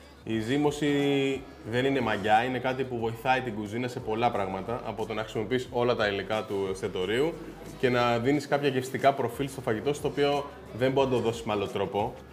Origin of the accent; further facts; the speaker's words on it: Egypt; now in Greece; τους λέω είμαι από την Αίγυπτο